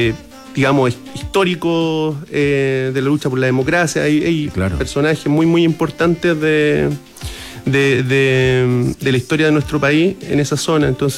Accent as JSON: {"language": "Spanish", "town": "Santiago", "region": "Santiago Metropolitan Region", "country": "Chile", "tie": "born or raised there", "said": "Yo soy de acá, de Santiago. Oriundo de Chuchunco, estación central."}